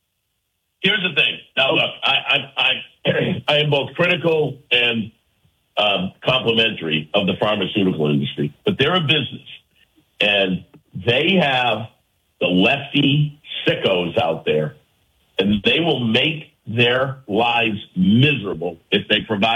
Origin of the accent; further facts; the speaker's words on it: Ireland; Because if you're honest as an Irishman, if you're really honest